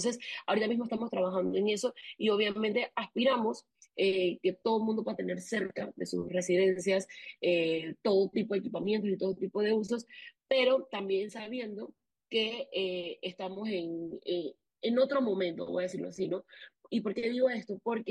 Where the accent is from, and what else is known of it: Panama